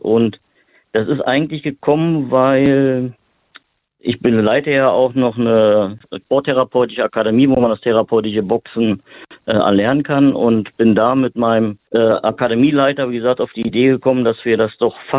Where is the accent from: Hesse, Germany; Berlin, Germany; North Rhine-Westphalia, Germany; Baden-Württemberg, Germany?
Berlin, Germany; ich komme aus Berlin